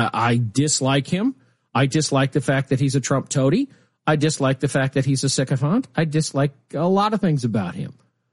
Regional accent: Lincoln, Nebraska, United States; He's over the second district, which is, or is it first district? It's Lincoln, my hometown.

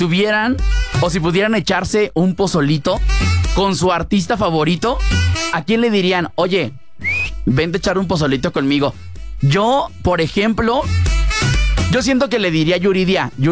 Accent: Mexico

